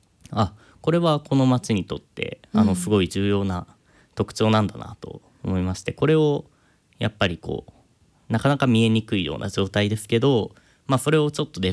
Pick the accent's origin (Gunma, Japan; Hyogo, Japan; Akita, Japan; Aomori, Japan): Gunma, Japan; Tatebayashi; moved away as an adult; 僕の出身群馬県館林、